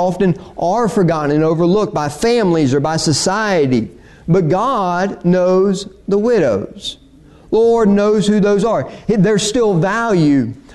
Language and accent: English; United States; accent: Piedmont; my Piedmont accent